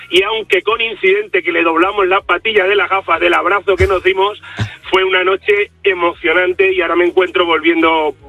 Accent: Extremadura, Spain; now in Zaragoza, Spain; Bueno, yo soy extremeño y mi mujer también, de Mérida y Cáceres, y hace 15 años que vivimos en Zaragoza, donde hemos tenido tres niños.

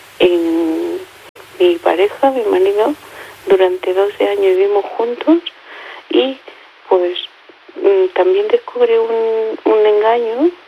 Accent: Peru

